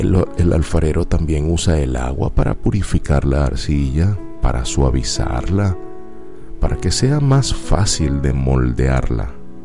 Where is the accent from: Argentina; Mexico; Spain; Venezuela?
Venezuela